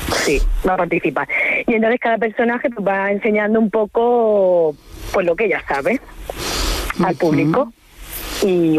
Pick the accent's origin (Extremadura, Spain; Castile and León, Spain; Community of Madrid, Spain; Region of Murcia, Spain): Region of Murcia, Spain; Caravaca